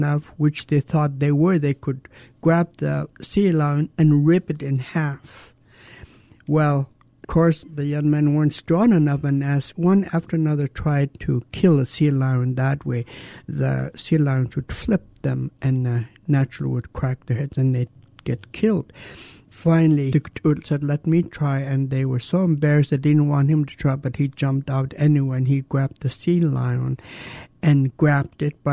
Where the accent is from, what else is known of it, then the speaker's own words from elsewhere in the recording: Douglas, Alaska, United States; I was born and raised in Douglas. I belong to the Raven Moiety. I come from the Whale House in Clockwan, which is a Kanaktede house.